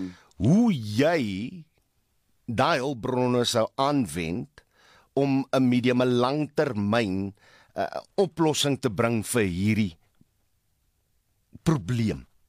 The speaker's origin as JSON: {"language": "Afrikaans", "town": "Atlantis", "region": "Western Cape", "country": "South Africa", "tie": "born or raised there", "said": "ek het nou nie op die Kaapse vlakte groot geword nie, maar ek het wel in 'n bende getuisterde gebied Atlantis groot geword."}